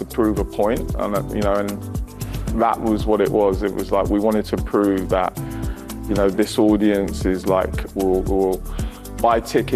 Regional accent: Nigeria; born there; I'm Nigerian born, so when the opportunity came to represent African artists, I took it with open arms and ran with it.

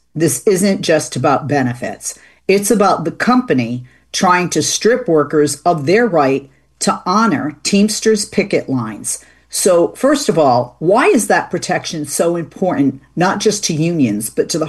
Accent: Boston, Massachusetts, United States; accent: Boston; also born or lived in Chicago; My Boston accent is going to come out

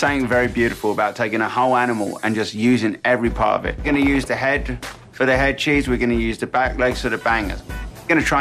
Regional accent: England, United Kingdom; moved away; I'm English.

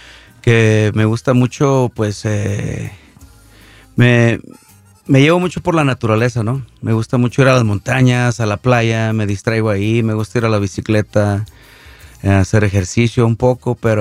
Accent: Lynwood, California, United States; also born or lived in Tlaquepaque, Jalisco, Mexico; Crecí aquí.

